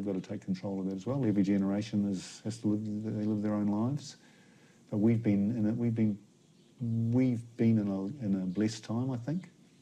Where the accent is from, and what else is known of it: New Zealand